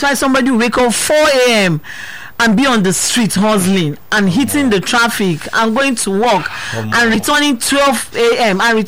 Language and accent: English; Nigeria